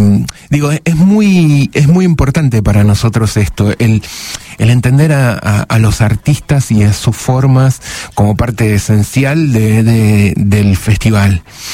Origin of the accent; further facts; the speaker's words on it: Ushuaia, Tierra del Fuego, Argentina; yo soy no nací, pero crecí en Ushuaia, y no tengo ninguna capacidad musical, absolutamente ninguna.